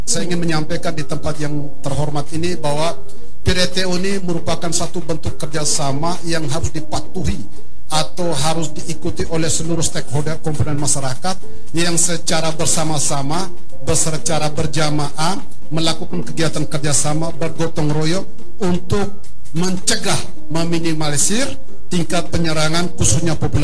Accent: Indonesia; di Desa Manulondo, kampung saya tercinta.

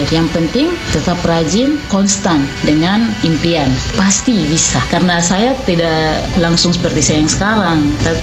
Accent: Biak, Papua, Indonesia; also born or lived in Jayapura; Terus saya lahir di Biak, saya besar dan sekolah dari TK sampai SMP di Biak. Setelah itu ada dari Jayapura, sekolah SMA Negeri 3 Jayapura.

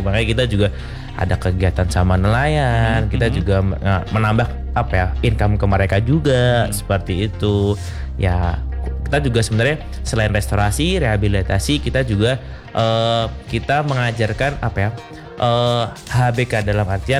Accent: Banyuwangi, East Java, Indonesia; moved away as an adult; now in Bali, Indonesia; Terus juga aku sebenarnya asli dari Banyuwangi, dari Jawa.

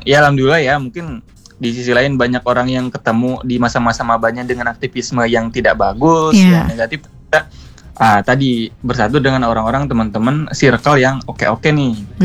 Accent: Kuningan, West Java, Indonesia; moved away as an adult; also born or lived in Cirebon; Aku asalnya Kuningan.

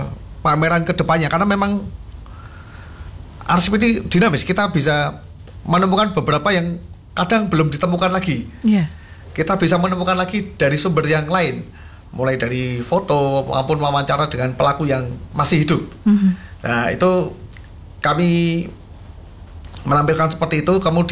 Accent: Semarang, Central Java, Indonesia; Karena ya harus bangga sebagai orang Semarang, ternyata pendahulu-pendahulu kita merupakan patriot-patriot bangsa.

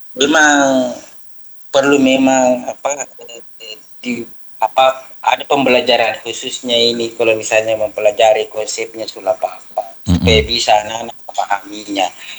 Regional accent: South Sulawesi, Indonesia; saya selalu sampaikan kepada teman-teman kalau ada kegiatan bahwa sebagai orang Bugis perlu diberikan anak-anak konsep-konsep ini di sela-sela mata pelajarannya.

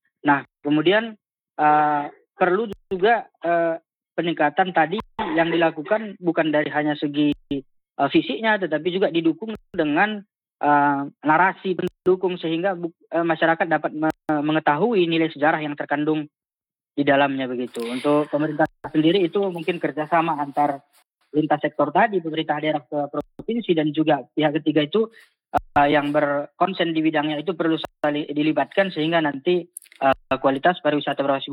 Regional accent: North Sumatra, Indonesia; saya selaku masyarakat yang lahir dan dibesarkan di Kabupaten Papak Barat, di Tanah Papak

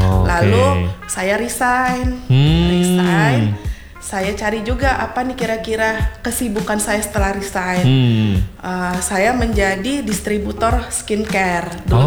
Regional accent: Medan, North Sumatra, Indonesia; moved away as an adult; now in Batam, Indonesia; asal saya dari Medan.

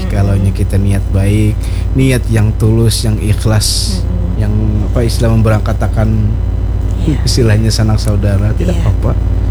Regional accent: Banjarmasin, South Kalimantan, Indonesia; kita syukuri sebagai warga Banjarmasin, beribadah nyaman.

